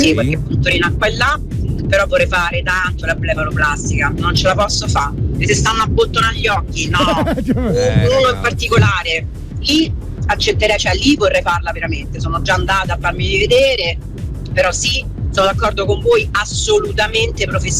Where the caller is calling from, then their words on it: Rome, Lazio, Italy